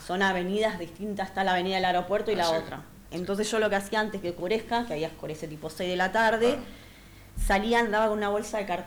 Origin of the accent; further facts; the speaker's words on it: Argentina; moved away; also born or lived in Mexico; hoy en mi país me están dando la espalda como nunca me lo imaginé.